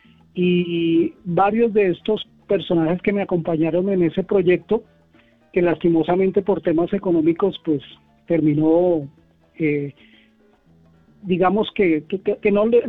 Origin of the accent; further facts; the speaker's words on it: Bogotá, Bogotá Capital District, Colombia; mi tierra natal, Bogotá, que curiosamente, y tú lo sabes bien, no es la ciudad más salsera de Colombia